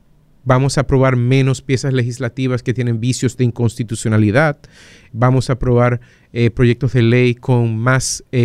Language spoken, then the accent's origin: Spanish; Dominican Republic